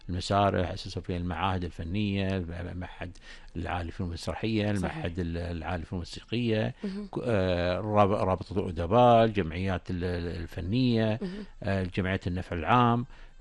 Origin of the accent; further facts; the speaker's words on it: Kuwait; إحنا كدولة وكإنسان وكمجتمع الكويتي وكإنسان كويتي